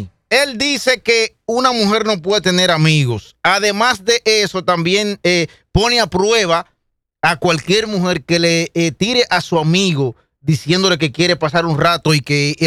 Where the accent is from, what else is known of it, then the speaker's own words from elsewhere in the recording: San Cristóbal, Dominican Republic; Y más en mi pueblo San Cristóbal